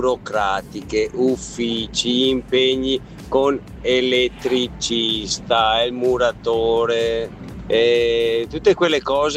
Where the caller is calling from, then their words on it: Padua, Veneto, Italy; da Padova.